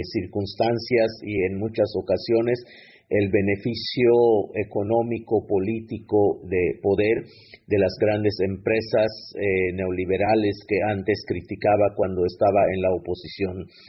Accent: Yucatán Peninsula, Mexico; Estamos en la península maya de Yucatán, México. Soy maya

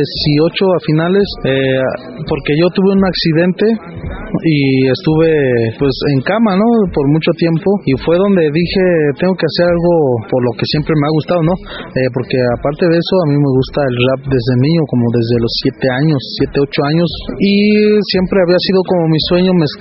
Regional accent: San José Tenango, Oaxaca, Mexico; dar a conocer mi pueblo, mi municipio, que es San José Tenango, que la gente externa de mi pueblo vea que Agua Oscura está presente, ¿no?

